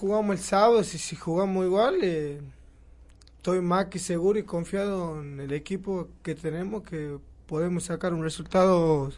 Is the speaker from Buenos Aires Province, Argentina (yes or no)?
yes; San Cayetano, Buenos Aires Province, Argentina; No, yo soy de San Cayetano, nacido en Buenos Aires.